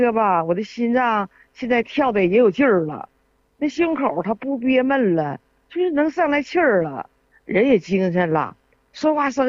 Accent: Shenyang, Liaoning, China; 我是沈阳的

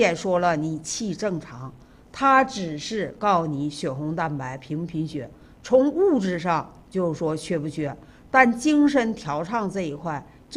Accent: China

